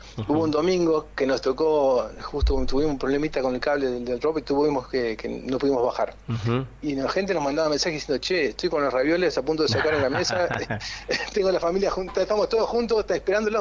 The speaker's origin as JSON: {"language": "Spanish", "country": "Argentina", "said": "Entonces, como bueno, competitivos somos de argentinos, dijimos, bueno, primera expedición en Argentina, queremos llegar a 1.000."}